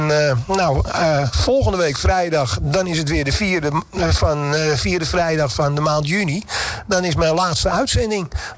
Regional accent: Amsterdam, North Holland, Netherlands; Nee, ik ben een Amsterdammer en dat kun je ook horen.

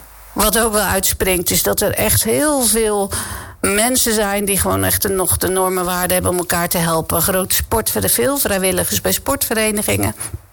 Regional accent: Dordrecht, South Holland, Netherlands; Ik ben geboren en getogen in Dordrecht. Maar ja, dat kan je bijna niet loszien van Papendrecht.

